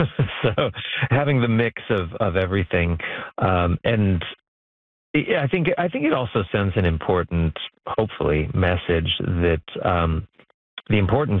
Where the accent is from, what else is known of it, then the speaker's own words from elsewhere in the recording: Brandon, Manitoba, Canada; I mean, I grew up in Brandon, Manitoba, which is a very, very musical place. But of course, it's pretty isolated, and it's not on the typical international touring route for musicians.